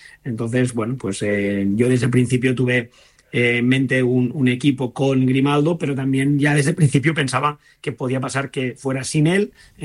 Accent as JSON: {"language": "Spanish", "town": "Granollers", "region": "Catalonia", "country": "Spain", "tie": "born or raised there", "said": "Quien realmente ha seguido mi carrera y quien me conocía incluso estando, da igual, en mi pueblo, en Granollers, en Español, en Barça"}